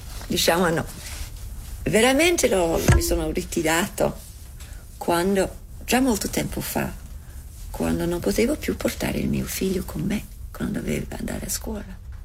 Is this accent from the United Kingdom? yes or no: yes; England, United Kingdom; Italian is a second language; sono inglese, britannica, irlandese per essere.